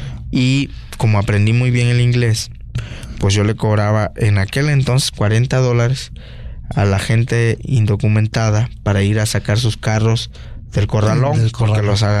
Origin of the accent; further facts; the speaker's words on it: Veracruz, Mexico; acuérdate que soy jarocho.